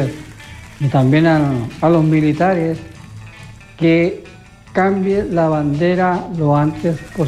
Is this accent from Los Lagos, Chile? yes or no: no; Antofagasta, Chile; Yo, como antofagastino, nací y criado en Plazo.